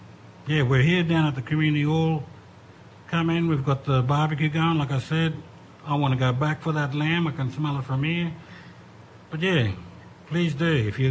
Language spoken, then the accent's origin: English; Cairns, Queensland, Australia; because I'm from Gimoy, Cairns, far north Queensland, on the other side of the country